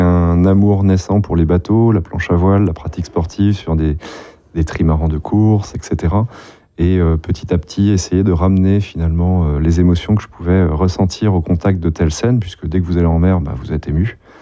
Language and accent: French; Rennes, Brittany, France; now in Brest, France; parce que je suis rennais d'origine et j'ai pu plonger, mes premières amours remontent à Saint-Malo il y a à peu près 20 ans.